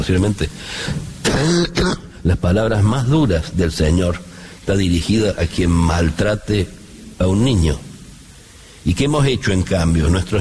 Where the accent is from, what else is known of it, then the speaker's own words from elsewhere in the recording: Argentina; Es muy triste, como argentinos